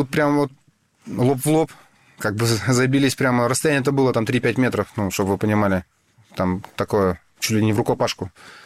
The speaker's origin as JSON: {"language": "Russian", "town": "Ponazyrevo", "region": "Kostroma Oblast", "country": "Russia", "tie": "born there", "said": "Я родился в Костромской области, в глубинке, поселок Поназарево."}